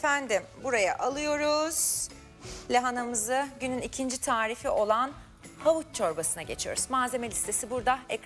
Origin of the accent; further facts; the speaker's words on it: Manisa, Turkey; Şey Manisa tarafında